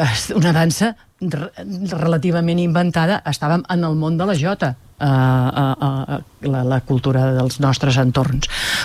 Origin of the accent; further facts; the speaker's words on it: Molins de Rei, Catalonia, Spain; de Molins de Rei d'aquells, entre cometes, jo seria d'aquests de tota la vida